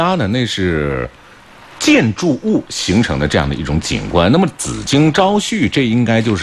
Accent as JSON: {"language": "Chinese", "country": "China"}